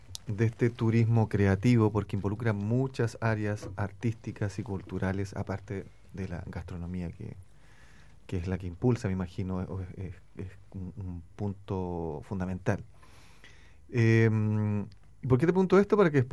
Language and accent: Spanish; Concepción, Biobío, Chile; yo soy de Concepción